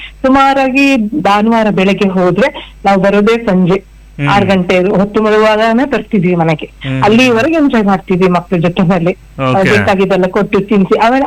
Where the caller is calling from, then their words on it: Shivamogga, Karnataka, India; Ratnagiri Nagar.